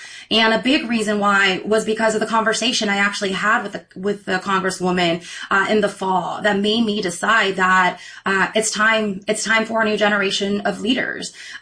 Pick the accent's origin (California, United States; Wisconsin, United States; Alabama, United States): California, United States; Sacramento; I grew up in South Sacramento. I'm the oldest of 16 kids in my family. I grew up on food stamps